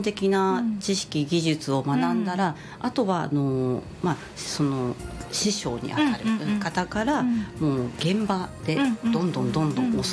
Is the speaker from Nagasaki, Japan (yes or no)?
no; Kitamoto, Saitama, Japan; 場所的には、はい、まあ、北本市 で、うん、で自宅の私の、うん、自宅の裏に、うん、あの私の実家があるんですけれども、